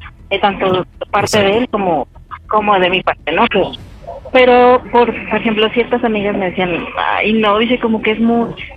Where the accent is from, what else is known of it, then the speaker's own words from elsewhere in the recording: Mexico City, Mexico; 38 años y de la alcaldía Benito Juárez.